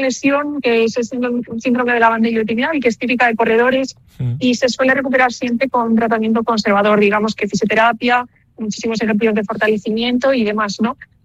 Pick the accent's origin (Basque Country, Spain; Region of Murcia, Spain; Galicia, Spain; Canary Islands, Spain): Galicia, Spain; Vigo; Sí, porque yo soy de Galicia, nací en Vigo, he vivido toda, hasta ahora siempre aquí, he desarrollado toda mi carrera deportiva en Galicia